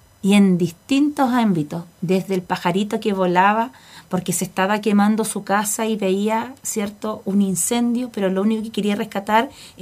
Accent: Los Lagos, Chile; nuestra propia identidad cultural como chilenos y también como chilotes.

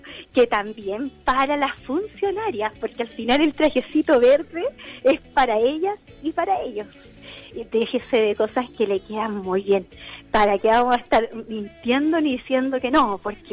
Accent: Tomé, Biobío, Chile; Nosotros somos de Tomé

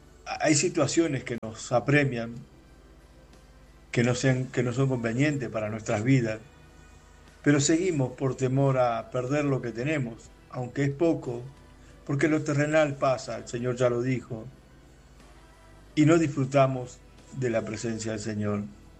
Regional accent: Argentina; soy de Argentina.

